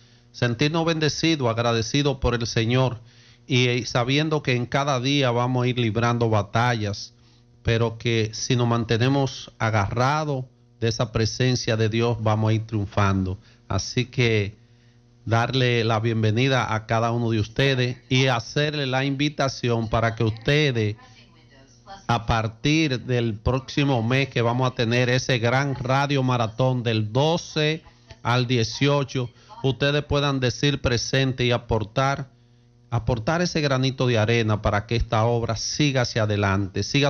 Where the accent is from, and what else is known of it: Dominican Republic